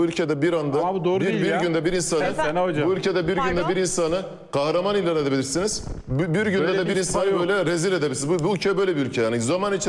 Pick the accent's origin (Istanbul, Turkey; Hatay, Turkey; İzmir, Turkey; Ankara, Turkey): Hatay, Turkey; Bak bir Hataylı olarak çok tuhafıma gitmiştir.